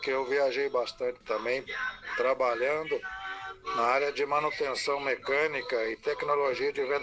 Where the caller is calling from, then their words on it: Telêmaco Borba, Paraná, Brazil; Eu sou daqui de Telêmaco Borba